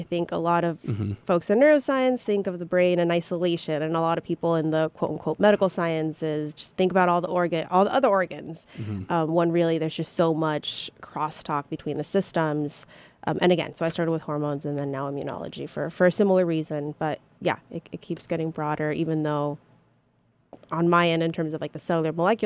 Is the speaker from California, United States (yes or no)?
yes; Sacramento, California, United States; moved away as an adult; also born or lived in Indiana; So I moved to Indiana for a few years, and it's been really, really nice to be back in California. So I grew up in Sacramento. I grew up in the Delta area. So if anyone knows where the sugar mill is at, I grew up down the street. Moving back, it's nice to be back home